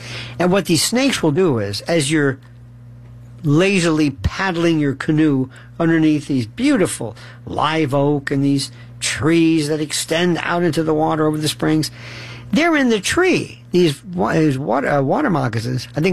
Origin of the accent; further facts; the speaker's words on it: Florida, United States; I was raised in Florida.